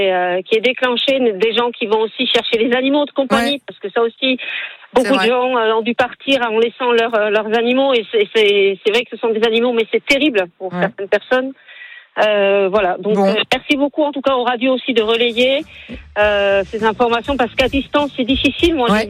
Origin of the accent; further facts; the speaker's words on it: South-West France, France; Moi, je suis du Sud-Ouest.